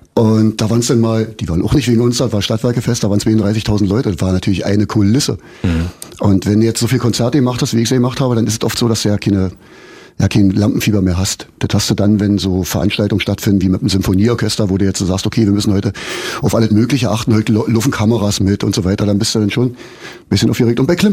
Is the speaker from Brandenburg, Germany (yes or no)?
yes; Brandenburg, Germany